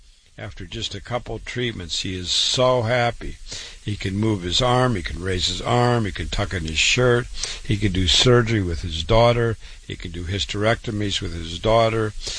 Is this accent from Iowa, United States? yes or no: yes; Waterloo, Iowa, United States; Born and raised in Waterloo, Iowa, board certified, triple board certified, went to public school, university, MD at 25